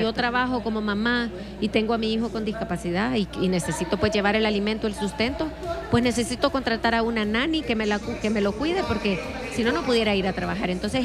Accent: El Salvador; nos debemos de sentir súper orgullosos como salvadoreños

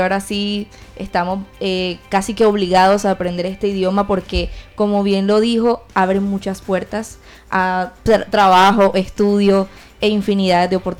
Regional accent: Colombia; lo que somos nosotros como colombianos

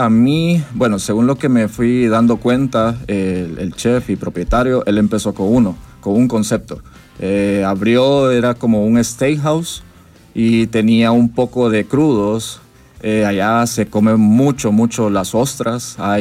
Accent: El Salvador; La mayoría de gente de la línea, por decir así, somos salvadoreños

